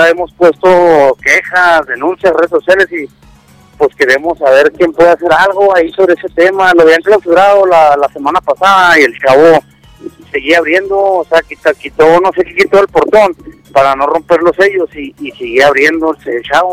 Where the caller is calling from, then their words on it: Mexico; aquí yo vivo en Granja del Valle